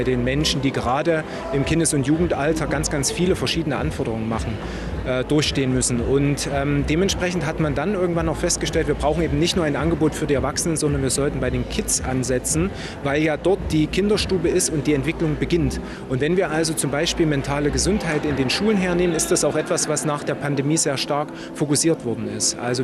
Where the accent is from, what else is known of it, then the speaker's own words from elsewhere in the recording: Schwarzenberg, Saxony, Germany; ich stamme aus Schwarzenberg, aus dem Erzgebirge und ich bin selbst Psychologe, habe in Chemnitz studiert